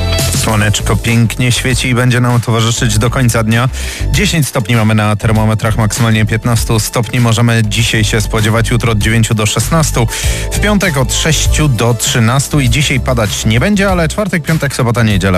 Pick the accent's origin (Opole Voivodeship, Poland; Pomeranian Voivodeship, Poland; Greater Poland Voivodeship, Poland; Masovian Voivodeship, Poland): Opole Voivodeship, Poland; Opole; Kiedyś mówiło się gdziekolwiek, że jestem z Opola, to mówili: o tak, Festiwal Polskiej Piosenki Krajowe.